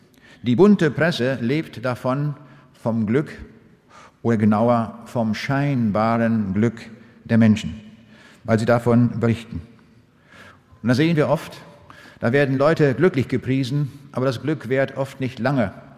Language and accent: German; Braunschweig, Lower Saxony, Germany; Ich komme aus der Stadt Braunschweig und in Braunschweig lebt ein Herzog mit dem Namen Heinrich der Löwe